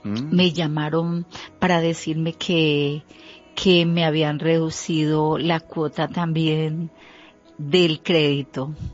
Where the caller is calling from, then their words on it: Pitalito, Huila, Colombia; Llamo desde Pitalito